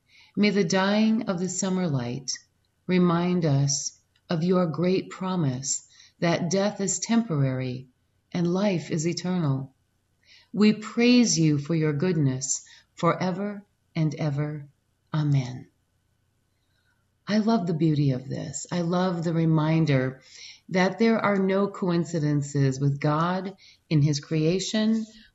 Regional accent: Michigan, United States; when I was raised in Michigan

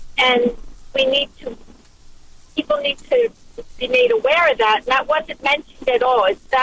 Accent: New Jersey, United States; Okay, I'm from New Jersey, but I'm driving to Pittsburgh to visit my son and his family.

